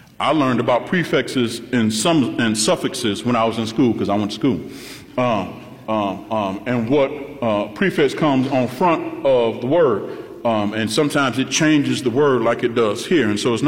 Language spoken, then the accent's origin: English; Indiana, United States; moved away; I'm from Northwest Indiana.